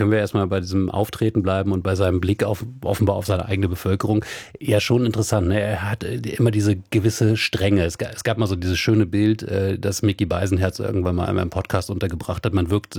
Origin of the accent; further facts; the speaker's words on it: Wolfsburg, Lower Saxony, Germany; wir sind beide aus Wolfsburg.